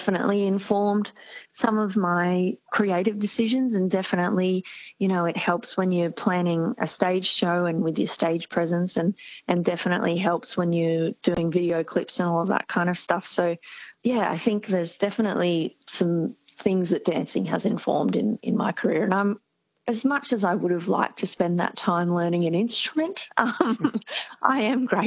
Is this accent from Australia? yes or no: yes; Queensland, Australia; I'm from Southeast Queensland